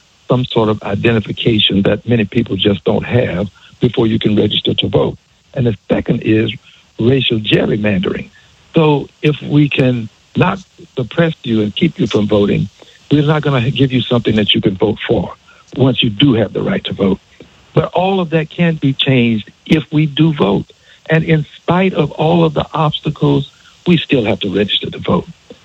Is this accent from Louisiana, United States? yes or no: yes; New Orleans, Louisiana, United States; born there